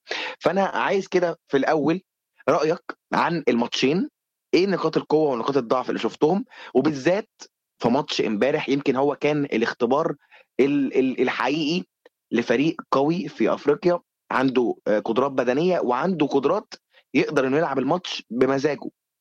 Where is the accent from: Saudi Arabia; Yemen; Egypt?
Egypt; بتهمنا كمصريين